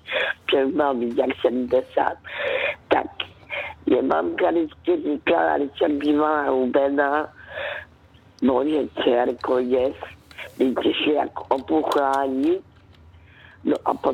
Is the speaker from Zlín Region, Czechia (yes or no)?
yes; Karolinka, Zlín Region, Czechia; já jsem dcerka z Valašska, kde se narodila v Karolínce, kde je hrozně pěkné, aspoň mi se tam vždycky líbilo. To není daleko od Vizovice.